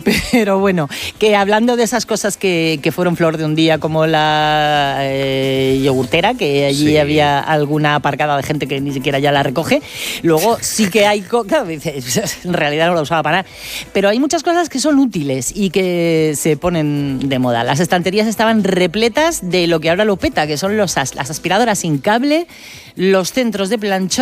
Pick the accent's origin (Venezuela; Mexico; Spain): Spain; Madrid, Community of Madrid; hay en el barrio en el que yo crecí, en Prosperidad, en Madrid, que antes de las 10 de la mañana ya tenía cola.